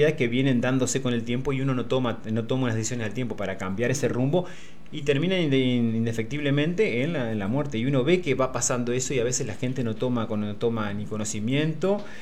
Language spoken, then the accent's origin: Spanish; Diamante, Entre Ríos, Argentina; also born or lived in Victoria, Entre Ríos; Yo nací en Victoria y a los 3 meses que nací, 3-4 meses, bueno, se vinieron a vivir acá mi papá con mi mamá y ya quedé como un diamantino más